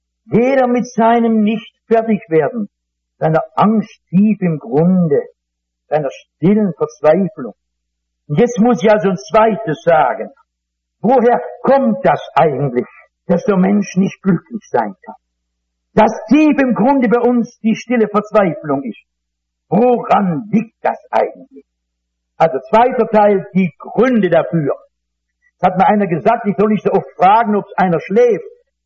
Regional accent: North Rhine-Westphalia, Germany; ich komme aus dem Ruhrgebiet.

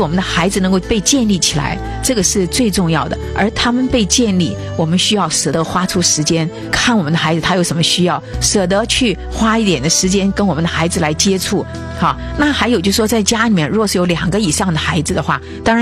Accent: China; 我觉得我们中国人不太跟孩子有肢体的接触

